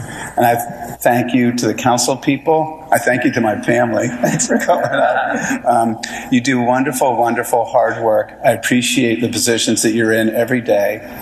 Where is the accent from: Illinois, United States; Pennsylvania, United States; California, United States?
Pennsylvania, United States; Philadelphia; I'm born and raised in Philadelphia